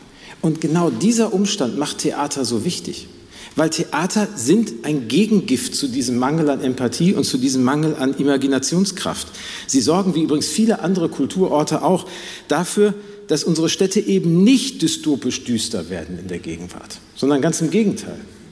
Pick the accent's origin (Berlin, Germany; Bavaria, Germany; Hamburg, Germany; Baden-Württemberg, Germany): Hamburg, Germany; Da können wir als Hamburger was zu erzählen.